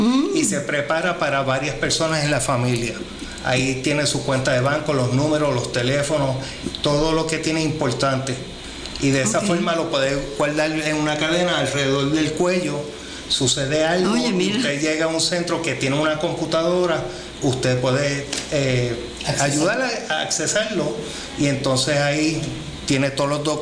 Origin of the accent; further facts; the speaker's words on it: Puerto Rico; also born or lived in San Germán, Puerto Rico / Ponce, Puerto Rico; now in Indiana, United States; Bueno, como puertorriqueño, criado aquí en San Germán, criado en Ponce, y viviendo en Estados Unidos